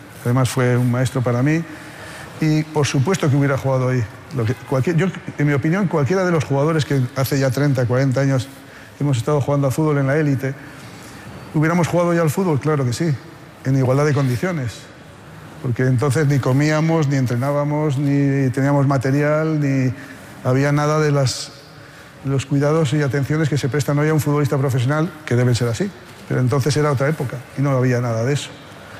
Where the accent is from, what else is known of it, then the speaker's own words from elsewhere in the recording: Haro, La Rioja, Spain; porque yo en mi pueblo, en Aro, en La Rioja, era del Athletic Club de Bilbao, como aficionado.